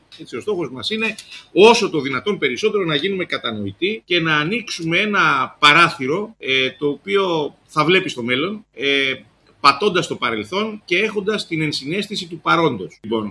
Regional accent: Epirus, Greece; εγώ είμαι υπηρώτης

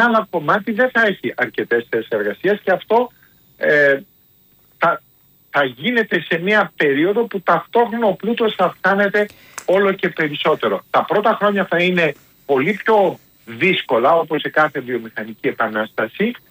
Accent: Greece; πρώτα στα ελληνικά, πρώτα στην πατρίδα μου.

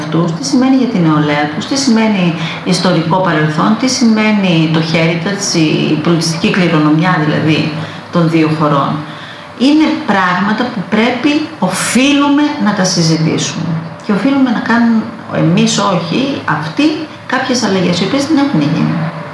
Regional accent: Greece; Ως Ελληνίδα σκέφτομαι

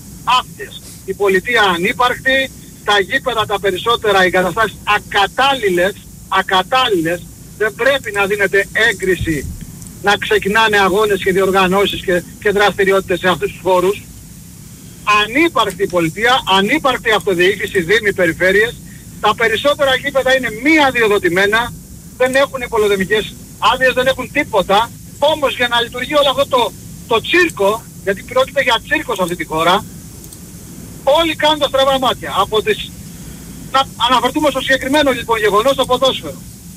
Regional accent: Chania, Crete, Greece; Γεια σας. … είμαι από Χανιά.

